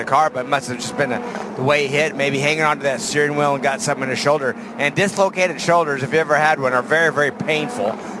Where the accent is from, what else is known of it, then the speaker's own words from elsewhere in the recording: Idaho, United States; I'm from Idaho, man.